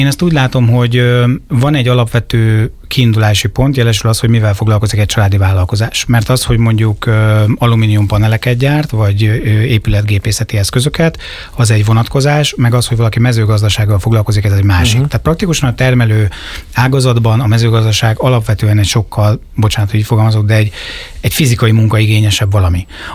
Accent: Zamárdi, Somogy, Hungary; now in Budapest agglomeration, Hungary; Egyébként egy Budapest környéki településen élek az agglomerációban, de van balatoni kötődésem, nem is kevés, ugyanis én gyakorlatilag az egész gyerekkoromat a Balatonon töltöttem, praktikusan Zamárdiban, tehát a déli parton.

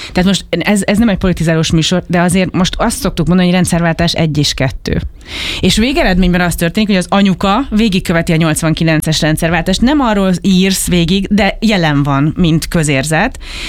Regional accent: Budapest, Hungary; ez például én pestiként nekem ez, ha nem lenne pécsi férjem, akkor nem tudnám, mi ez a parasztelosztó.

